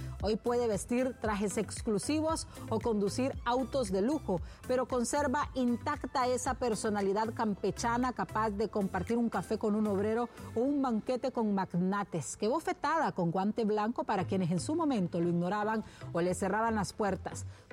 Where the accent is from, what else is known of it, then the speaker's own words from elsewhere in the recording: Honduras; Como hondureños, en vez de criticar y destruir, debemos sentirnos profundamente orgullosos de los triunfos de nuestros compatriotas que logran superarse y poner en alto el nombre de su tierra, de nuestra tierra.